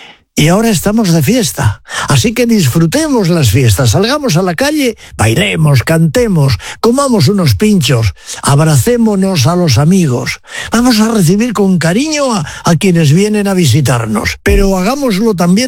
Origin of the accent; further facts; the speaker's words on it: Bilbao, Basque Country, Spain; soy de Bilbao. Estoy orgulloso de mi ciudad, de la ciudad en la que nací, de la ciudad en la que he vivido, de la ciudad que he visto cambiar durante toda una vida, durante toda una larga vida, afortunadamente.